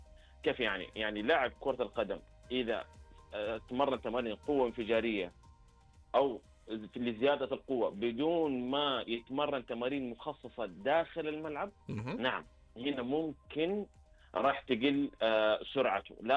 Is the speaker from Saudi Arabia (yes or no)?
yes; Saudi Arabia; هنا عندنا في السعودية